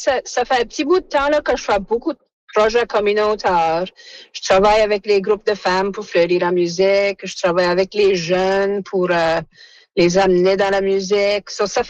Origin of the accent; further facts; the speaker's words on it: Acadia, Canada; mon Acadie